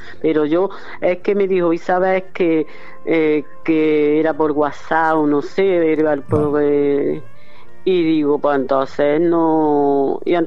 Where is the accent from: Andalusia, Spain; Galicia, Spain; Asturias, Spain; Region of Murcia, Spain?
Andalusia, Spain; Montoro; also born or lived in Córdoba; Priego no, de Montoro. Soy de Montoro, pero como rezo de aquí de Córdoba, porque